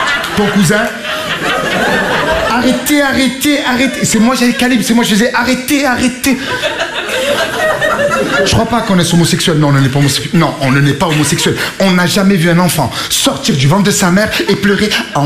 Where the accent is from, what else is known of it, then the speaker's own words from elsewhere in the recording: Marseille, Provence-Alpes-Côte d'Azur, France; je viens de Marseille.